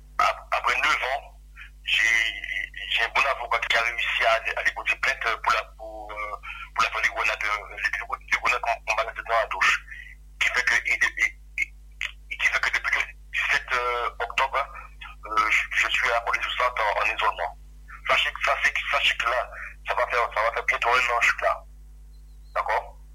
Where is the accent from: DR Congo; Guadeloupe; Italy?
Guadeloupe; moi je suis Guadeloupéen et j'ai le mental.